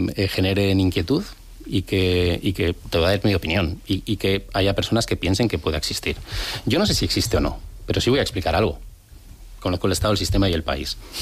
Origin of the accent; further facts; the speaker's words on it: San Sebastián, Basque Country, Spain; now in Madrid, Spain; yo cuando llegué de Donosti a Madrid, hoy Madrid DF